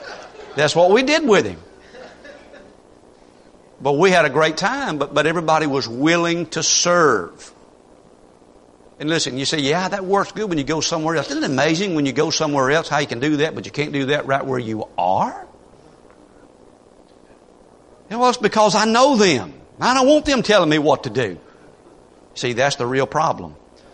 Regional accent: United States; we as Americans, we got our rights.

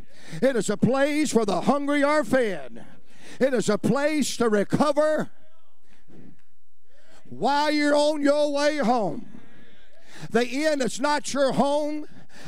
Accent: Virginia, United States; But I was raised in the Blue Ridge Mountains of Virginia.

